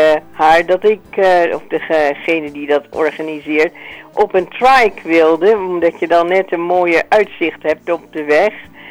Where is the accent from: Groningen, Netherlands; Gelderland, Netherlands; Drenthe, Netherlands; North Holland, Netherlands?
Gelderland, Netherlands; Ik kom een beetje uit de Achterhoek.